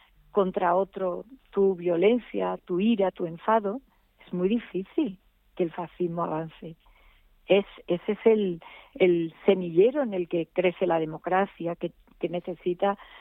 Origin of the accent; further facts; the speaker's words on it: Córdoba, Andalusia, Spain; en mi caso además como cordobesa, de recordar a Berroy en España y desde España.